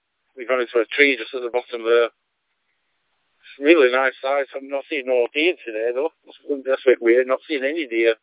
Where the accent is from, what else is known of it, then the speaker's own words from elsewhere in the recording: North West England, United Kingdom; I still say I'm from Lancashire.